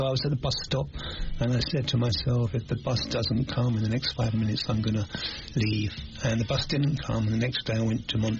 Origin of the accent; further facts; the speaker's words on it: London, United Kingdom; had my musical education growing up in London